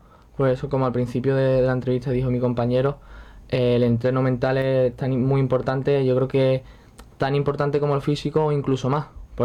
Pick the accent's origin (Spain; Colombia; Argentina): Spain; Ronda, Andalusia; born there; voy a ronda con mucha ilusión y con muchas ganas, porque es mi pueblo